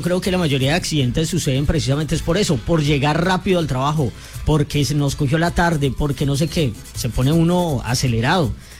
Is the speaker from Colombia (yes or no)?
yes; Colombia; como colombianos, berracos que somos.